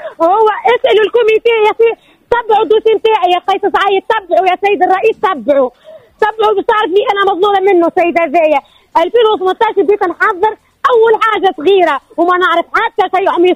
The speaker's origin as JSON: {"language": "Arabic", "country": "Tunisia", "moved": "as an adult", "lives_now": "Germany", "said": "وفخورة لي انا تونسية."}